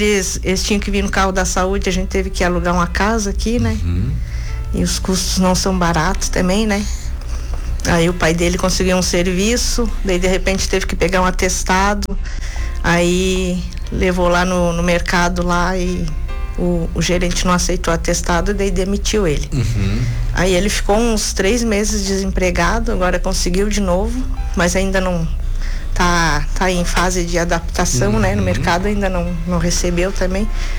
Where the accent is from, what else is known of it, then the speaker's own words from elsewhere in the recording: Urupema, Santa Catarina, Brazil; Sim, somos de Urupema.